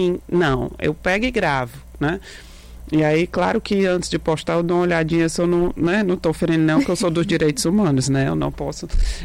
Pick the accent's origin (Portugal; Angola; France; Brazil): Brazil; Northeast Region; eu sou nordestina, né?